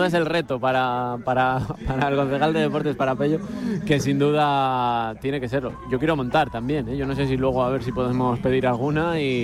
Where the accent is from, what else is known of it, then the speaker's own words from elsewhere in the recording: Valladolid, Castile and León, Spain; Yo soy de Valladolid, a mí me encanta mucho el rugby también